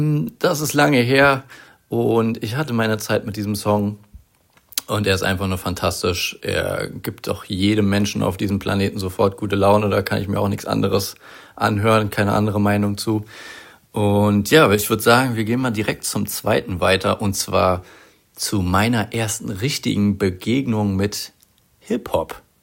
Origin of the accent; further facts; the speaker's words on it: Berlin, Germany; Ich komme ja ursprünglich aus Berlin, aber verrate es jetzt keinem.